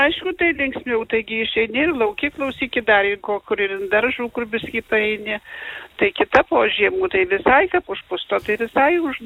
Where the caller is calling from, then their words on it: Lazdijai, Alytus County, Lithuania; Taip, aš iš Lazdijų. Lazdijų, ne miesto, bet tai iš kaimo.